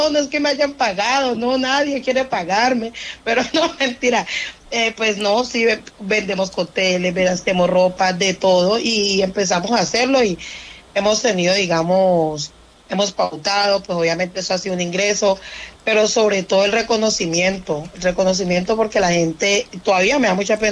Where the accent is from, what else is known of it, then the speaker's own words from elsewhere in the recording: Chocó, Colombia; pues yo soy, digamos que aprovechando la jerga chocuana, pues yo soy chocuana orgullosamente.